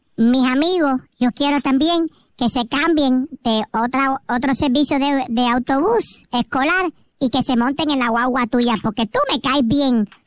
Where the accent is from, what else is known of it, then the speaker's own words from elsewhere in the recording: Cuba; Bueno, tú sabes, yo soy cubano.